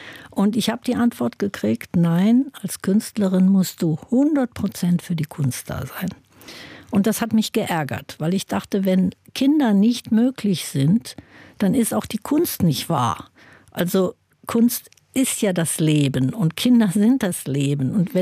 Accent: Germany; Also ich bin ja anders aufgewachsen in Deutschland und nicht in New York

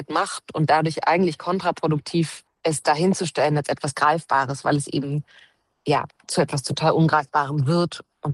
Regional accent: Leipzig, Saxony, Germany; Naja, also ich komme aus Leipzig. Da sind ja jetzt Wahlen im September.

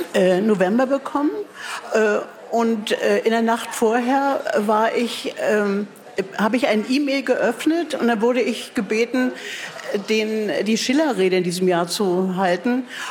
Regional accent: Berlin, Germany; Na, ich bin, ich bin eine Berliner Spottdrossel.

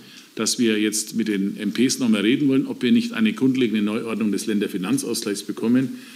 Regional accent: Bavaria, Germany; Bei uns in Bayern ist die Welt noch halbwegs in Ordnung.

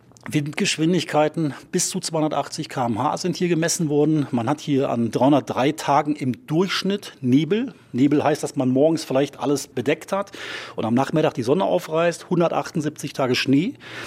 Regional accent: Saxony-Anhalt, Germany; Für mich ist das Luxus. Ich komme aus Sachsen-Anhalt.

